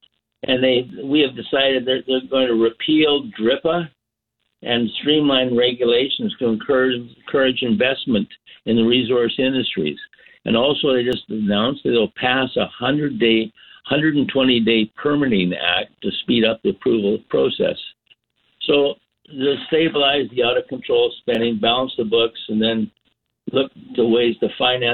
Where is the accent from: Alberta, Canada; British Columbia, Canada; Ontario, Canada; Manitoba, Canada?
British Columbia, Canada; Sooke; in my hometown of Souk